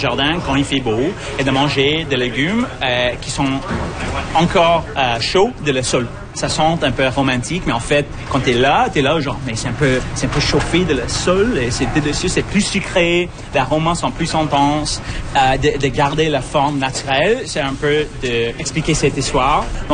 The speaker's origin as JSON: {"language": "French", "town": "Toronto", "region": "Ontario", "country": "Canada", "said": "Après de mon travail partout dans le monde, comme je viens de Toronto, j'ai commencé à travailler avec le vignoble à Plamoisette."}